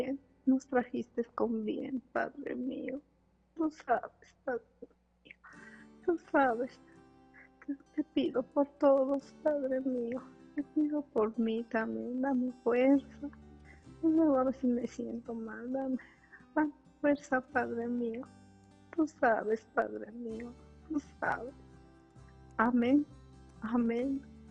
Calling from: Mexico City, Mexico; de la Ciudad de México.

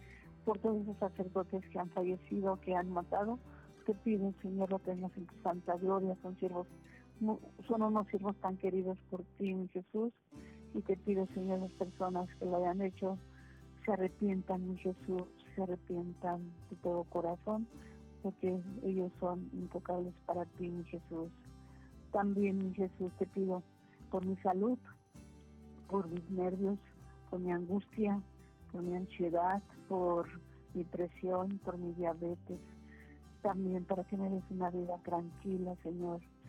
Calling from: Michoacán, Mexico; Sí, de Michoacán.

